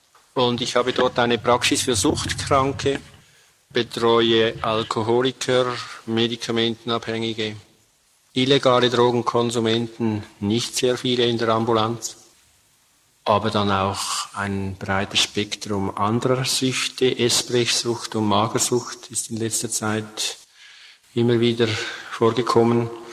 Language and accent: German; Switzerland; accent: Swiss; Ich komme aus der Schweiz, wie Sie wahrscheinlich schon bei den ersten Worten hören, und bitte um Entschuldigung für mein Hochdeutsch.